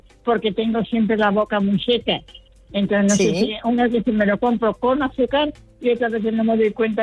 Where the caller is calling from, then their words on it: Tenerife, Canary Islands, Spain; vivo en Tenerife y aquí no hace mucho calor